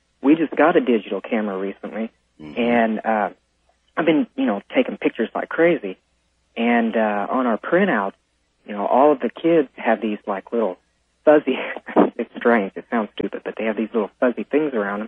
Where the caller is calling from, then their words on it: Evansville, Indiana, United States; I'm calling from Evansville, Indiana.